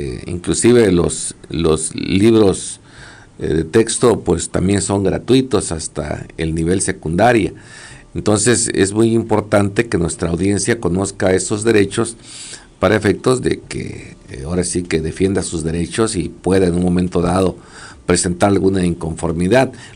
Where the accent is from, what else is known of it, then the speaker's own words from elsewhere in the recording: Mexico; como ciudadanos y como mexicanos tenemos este derecho consagrado en la Constitución